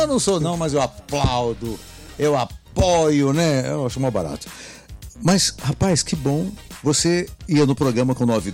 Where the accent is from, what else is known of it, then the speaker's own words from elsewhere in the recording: Ceará, Brazil; Nós somos do Ceará.